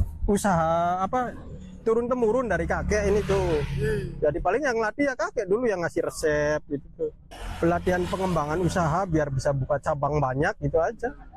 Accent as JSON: {"language": "Indonesian", "town": "Cirebon", "region": "West Java", "country": "Indonesia", "tie": "born or raised there", "said": "asli Cirebon, Pleret."}